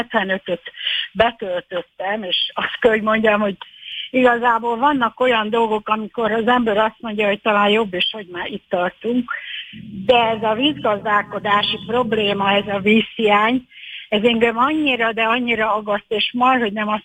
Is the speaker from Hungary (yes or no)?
yes; Csongrád-Csanád, Hungary; Én falun nőttem föl gyönyörű gazdaságba, és közel ide Szegedhöz